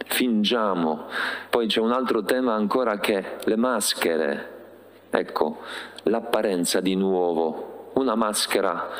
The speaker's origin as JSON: {"language": "Italian", "country": "Poland", "second_language": "Italian", "said": "Io sono polacco, noi abbiamo i cimiteri molto belli, ma anche quelli italiani sono tutti belli, curati"}